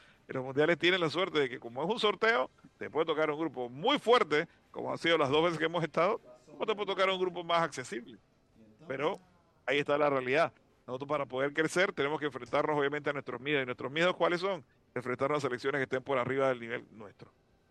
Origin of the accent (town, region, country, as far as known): Panama